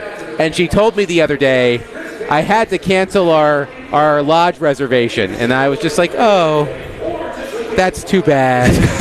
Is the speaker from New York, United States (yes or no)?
no; Virginia, United States; growing up in Virginia, we had a lot of field trips and summer camp trips to Busch Gardens, Williamsburg.